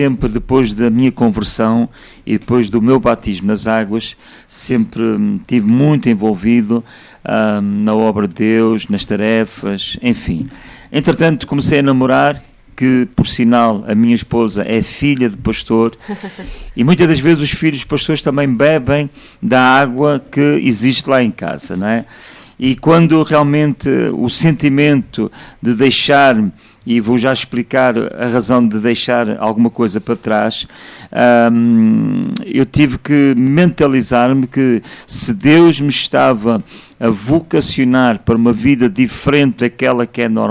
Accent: Porto, Norte, Portugal; moved away; eu sou natural do Porto, esqueci-me há pouco de dizer isso, não é? Nós trabalhávamos no Porto

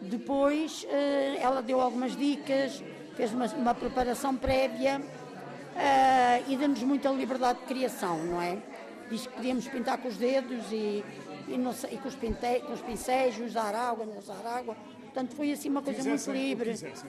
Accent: Póvoa da Atalaia, Centro, Portugal; moved away as an adult; also born or lived in Lisbon area; Sou natural da Póvoa da Atalaia, sim.

